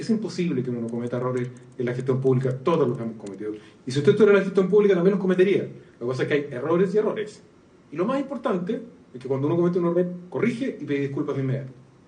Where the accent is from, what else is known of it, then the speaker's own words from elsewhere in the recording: Valparaíso, Chile; born there; also born or lived in La Florida; now in Temuco, Chile; a mi espalda está Temuco. Yo no nací acá, yo nací en Valparaíso. Fui alcalde de la Florida.